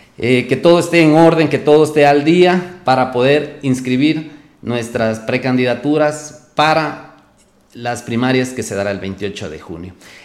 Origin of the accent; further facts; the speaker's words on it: Huambi, Morona Santiago, Ecuador; Huambi, mi tierra